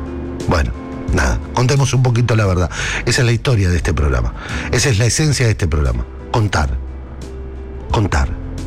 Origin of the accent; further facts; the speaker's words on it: Córdoba, Argentina; No tengo acento. Si quiere, en un ratito se me sale. Deme dos segundos y le abro Córdoba y pleno.